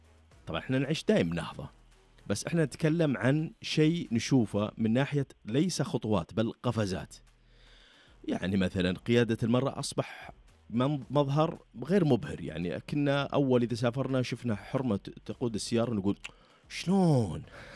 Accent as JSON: {"language": "Arabic", "country": "Saudi Arabia", "said": "نشوف الجيل القديم عندنا في السعودية"}